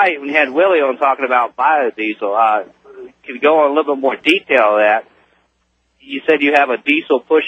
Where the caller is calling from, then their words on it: Virginia, United States; calling from Virginia